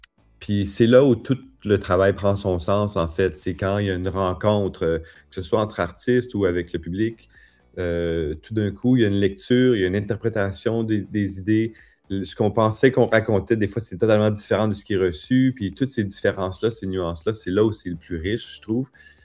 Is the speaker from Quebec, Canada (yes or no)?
no; Saskatchewan, Canada; moved away; Puis moi, j'ai grandi dans Saskatchewan, dans une province où il n'y avait pas vraiment un milieu, il n'y a pas vraiment de danseurs professionnels.